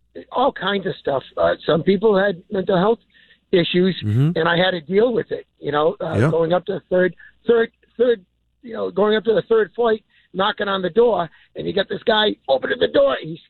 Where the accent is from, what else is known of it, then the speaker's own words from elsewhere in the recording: Providence, Rhode Island, United States; we grew up in the Manton Projects. We swam in the Winnesquatucket River almost daily.